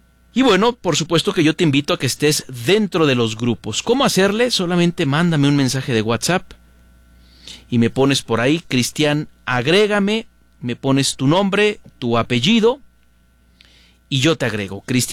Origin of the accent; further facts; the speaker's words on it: Morelia, Michoacán, Mexico; la cicatriz que nos ha quedado a todas y a todos los que somos de Morelia